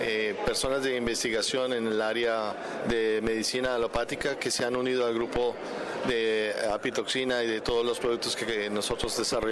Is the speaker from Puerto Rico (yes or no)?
no; Colombia; soy de Colombia.